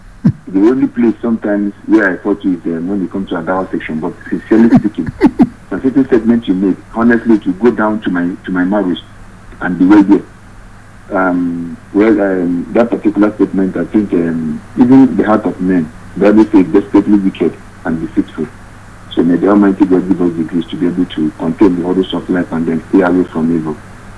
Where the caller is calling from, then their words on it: Nigeria; as a Nigerian that I am, as a pathetic one at that matter.